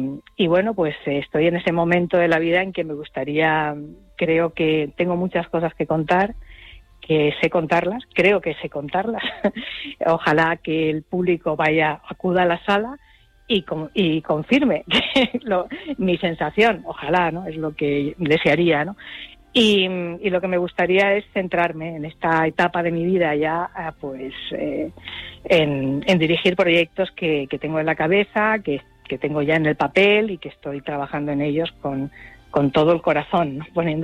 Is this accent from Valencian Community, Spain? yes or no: yes; Valencia, Valencian Community, Spain; born there; now in Tenerife, Spain; Valencia es donde yo nací